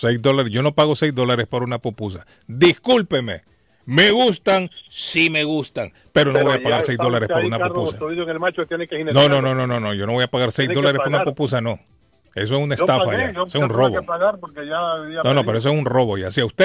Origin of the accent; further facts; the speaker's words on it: Honduras; moved away; en mi país, en Honduras